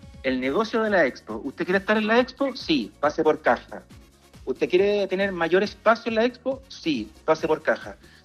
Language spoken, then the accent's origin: Spanish; San Vicente de Tagua Tagua, O'Higgins, Chile; Así es, somos un grupo de San Vicentanos.